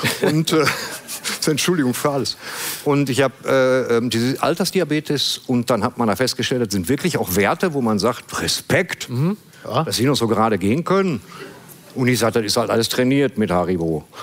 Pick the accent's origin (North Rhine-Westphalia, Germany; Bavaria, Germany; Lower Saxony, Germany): North Rhine-Westphalia, Germany; ich komme halt, wie gesagt, aus dem Ruhrgebiet.